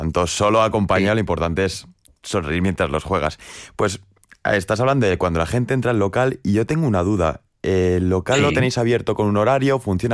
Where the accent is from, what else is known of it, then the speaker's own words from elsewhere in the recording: Logroño, La Rioja, Spain; Pues mira, yo tengo la suerte de que soy también de Logroño y encima he crecido bastante cerca de vuestro local, por lo que yo desde pequeño pues pasaba por delante